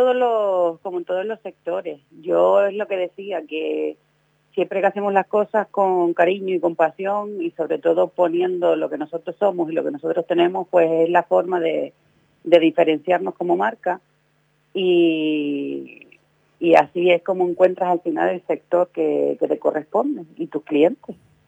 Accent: Arucas, Canary Islands, Spain; Vale, yo soy del municipio de Aruca. Uh-huh. Estoy cerquita de Terol.

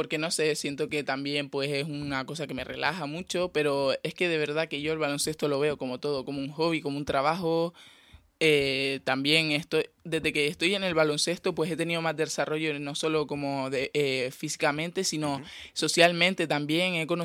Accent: Teror, Canary Islands, Spain; representar a mi pueblo, Teror.

